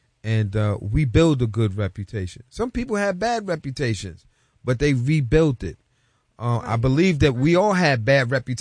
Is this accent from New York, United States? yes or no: yes; New York City, New York, United States; I grew up in the Bronx and in Harlem